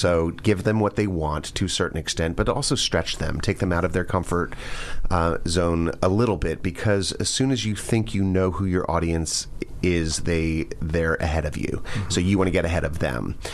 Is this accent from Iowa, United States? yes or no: no; Jupiter, Florida, United States; moved away as an adult; I come from Jupiter. I went to Jupiter High School, and it is a great honor to return back to my hometown